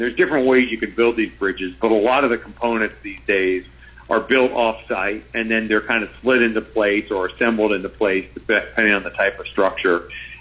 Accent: Stuart, Florida, United States; born or raised there

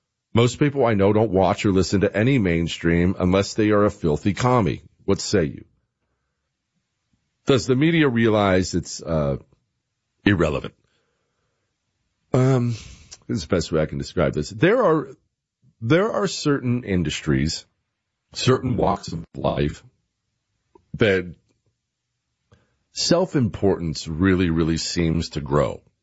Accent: United States

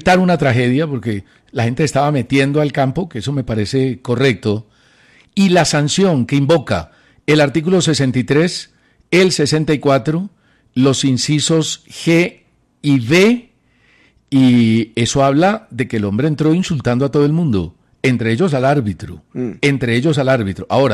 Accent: Colombia; Steven, porque somos colombianos.

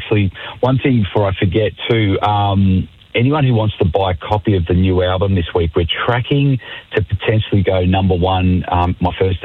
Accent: Tasmania, Australia; I grew up in Tassie, and I grew up playing footy my whole life.

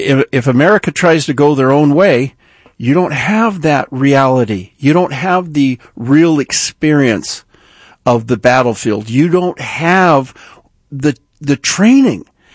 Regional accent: Prescott, Arizona, United States; You and I off the air, we're talking about Emery Riddle up in Prescott, Arizona, my hometown.

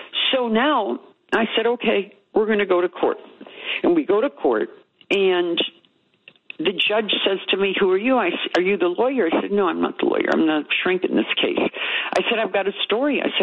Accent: West Virginia, United States; I said, judge, I grew up in West Virginia.

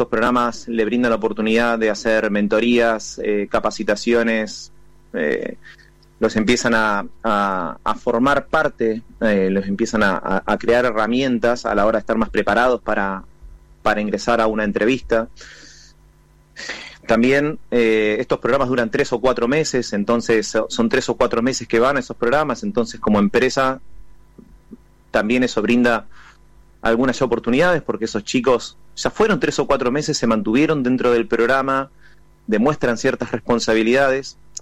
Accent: Coronel Suárez, Buenos Aires Province, Argentina; now in Buenos Aires, Argentina; yo no soy de acá de Buenos Aires, soy del interior, de cerca de Sierra La Ventana, de Coronel Suárez. Entonces, venir a Capital, una ciudad mucho más grande, también era un panorama diferente para mí.

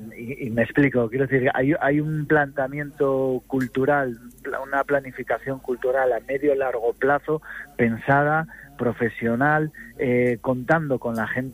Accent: Asturias, Spain; yo me siento muy orgulloso de ser partícipe como comisario, pero también como artista asturiano

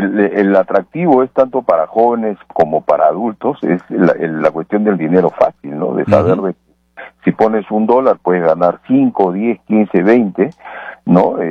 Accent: Peru; now in United States; en el caso del Perú, recuerdo de donde soy originario.

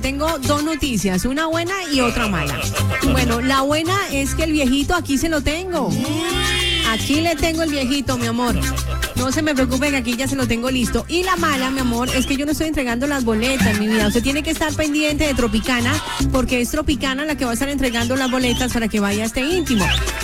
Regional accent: Tolima, Colombia; En mi tierra tolimense.

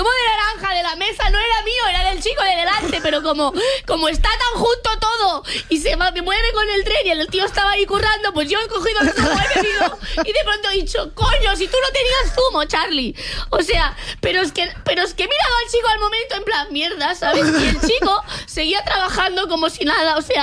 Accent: Catalonia, Spain; como persona catalana esto me

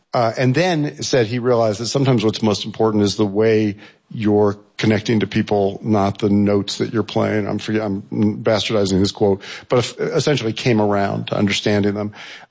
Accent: California, United States; Because I was from the Bay Area and they were from L.A.

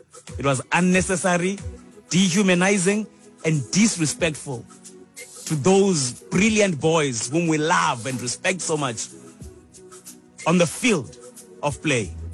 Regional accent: South Africa; I'm a patriotic South African. My patriotic South African.

